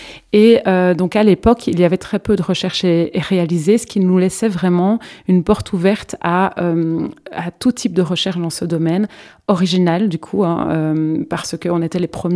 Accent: Assesse, Wallonia, Belgium; moved away as an adult; also born or lived in Liège; now in Namur, Belgium; Donc je suis namuroise d'origine et je suis partie faire mes études à Liège. Donc je suis restée à Liège pendant plus de 12 ans et donc je suis ravie d'avoir eu l'opportunité de revenir en fait sur Namur. Donc je suis assessoise même d'origine

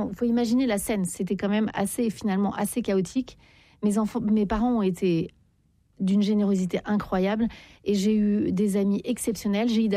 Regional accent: Paris, Île-de-France, France; moi je suis parisienne, on râle beaucoup

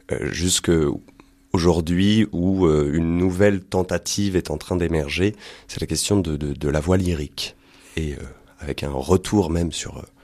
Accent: Auvergne-Rhône-Alpes, France; Après, je suis un enfant du pays. J'ai vraiment grandi ici. Je suis parti à Lyon pour les études, mais j'ai eu un attachement toujours très fort à ce territoire.

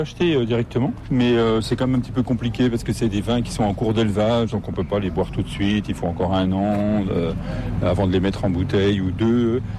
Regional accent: Beaune, Bourgogne-Franche-Comté, France; born there; Moi, je suis né à Beaune. Hein. J'ai habité Beaune, je crois, 2 ans. J'habite à 10 km de Beaune depuis 62 ans maintenant, et je suis né à Beaune aux Hospices, et mon père aussi.

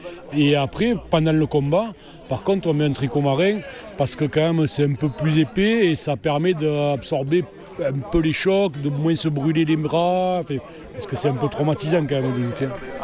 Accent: France; je suis né au quartier haut

